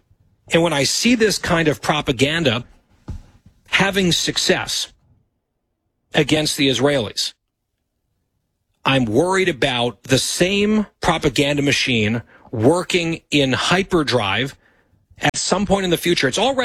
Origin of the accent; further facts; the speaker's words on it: United States; as an American, a proud American